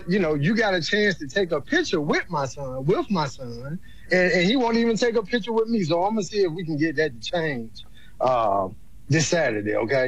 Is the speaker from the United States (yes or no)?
yes; Birmingham, Alabama, United States; Hey, that's because … from Birmingham.